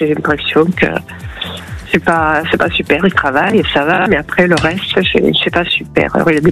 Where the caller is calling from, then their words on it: Marseille, Provence-Alpes-Côte d'Azur, France; Marseille.